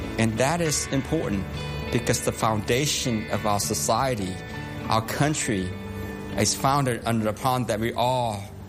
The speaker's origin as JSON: {"language": "English", "country": "Vietnam", "tie": "born there", "first_language": "Cantonese", "second_language": "English", "moved": "yes", "said": "even in my household, we speak Chinese, Cantonese. So it's a safe assumption I was born in Vietnam."}